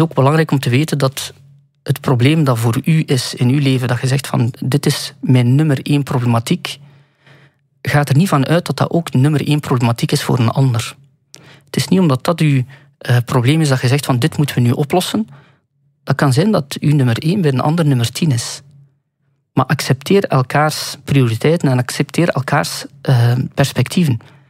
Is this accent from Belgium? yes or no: yes; Sint-Niklaas, Flanders, Belgium; born or raised there